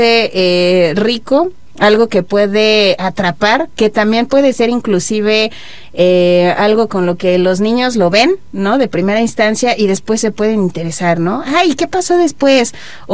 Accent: Mexico; todos como mexicanos

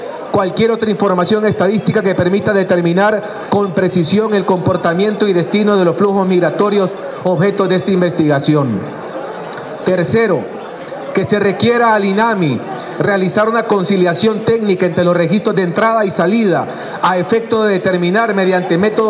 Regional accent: Honduras; nos vimos sorprendidos los hondureños

